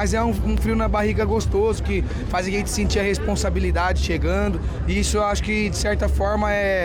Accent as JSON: {"language": "Portuguese", "town": "Limeira", "region": "São Paulo", "country": "Brazil", "tie": "born or raised there", "said": "no aniversário da cidade de Limeira, que é onde eu nasci, onde fomos criados."}